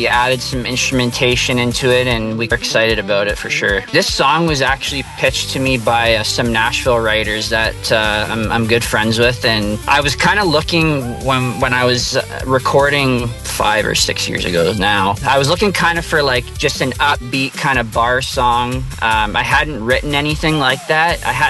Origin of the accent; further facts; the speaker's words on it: Windsor, Ontario, Canada; now in Harrow, Canada; So I'm from Windsor, born and raised, and then I moved out to Harrow a couple years ago and been out there for about 3 years now.